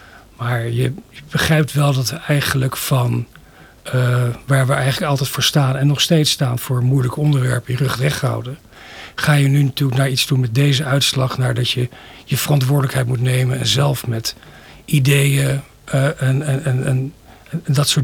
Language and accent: Dutch; The Hague, South Holland, Netherlands; moved away as an adult; now in Veldhoek, Netherlands; woon er sinds, even kijken, 2014. Daarvoor kwam ik oorspronkelijk uit Den Haag. En ik wilde daar weg. Ik wilde eens kijken wat er nog meer eigenlijk in Nederland te beleven was. En dan heb ik Nederland rondgereden. En ik kwam in de Achterhoek.